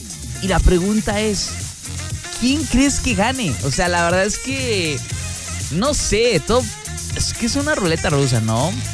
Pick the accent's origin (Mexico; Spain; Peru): Mexico; Siendo mexicano